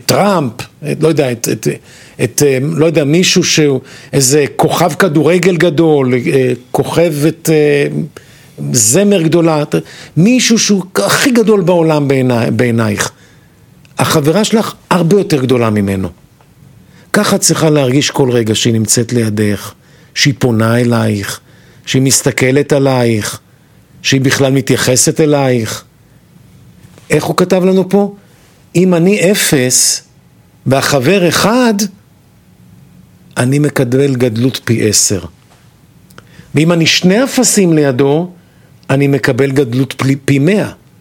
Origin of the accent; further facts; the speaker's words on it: Kiryat Gat, Southern District, Israel; גדלתי בעירה קטנה בדרום, בקריית גת